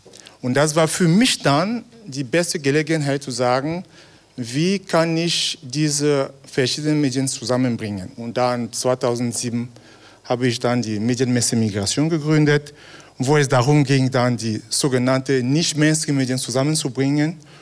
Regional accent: Cameroon; now in Austria; Ich komme aus Kamerun

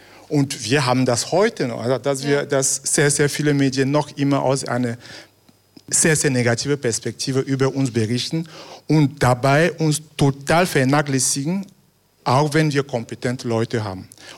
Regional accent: Cameroon; now in Austria; Ich meine jetzt, ich komme aus Kamerun, und wir sind immer daran gewöhnt, dass die Kolonialmacht uns immer in Ethnien geteilt hat.

